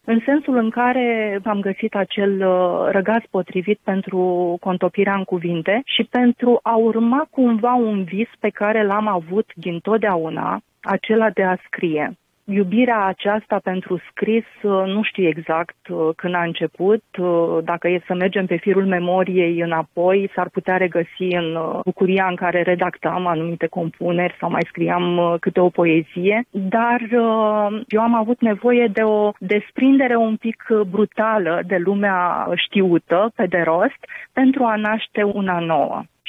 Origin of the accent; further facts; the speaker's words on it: Iași, Iași County, Romania; moved away as an adult; now in Brussels, Belgium; m-am rupt de Iașul meu, de orașul natal și m-am stabilit împreună cu familia aici la Bruxelles.